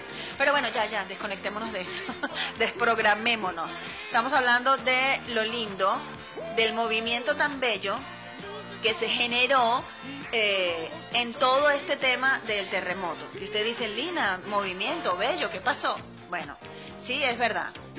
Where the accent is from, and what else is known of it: Venezuela